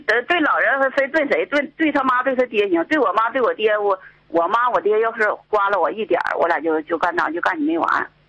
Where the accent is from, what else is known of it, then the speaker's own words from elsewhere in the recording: Heilongjiang, China; 完了那个我家是黑龙江的，他们家是白城和朝南的。